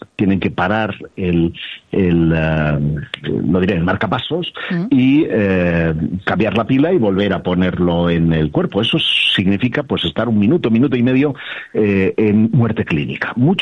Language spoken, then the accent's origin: Spanish; Terrassa, Catalonia, Spain; born there; yo vengo de una ciudad, yo nací en Tarrasa, una localidad que está a unos 30 y tantos kilómetros de Barcelona